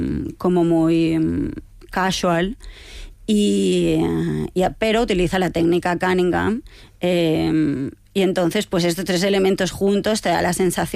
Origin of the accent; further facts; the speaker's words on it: Spain; now in Denmark; siendo directora española